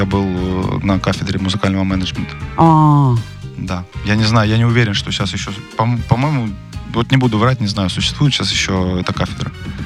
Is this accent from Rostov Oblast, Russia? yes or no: yes; Rostov-on-Don, Rostov Oblast, Russia; moved away as an adult; now in Moscow, Russia; Я из Ростова, да. Привет, Ростов, если нас слушают.